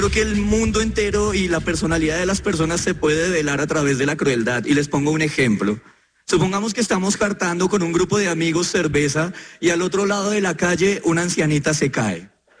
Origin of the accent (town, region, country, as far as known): Colombia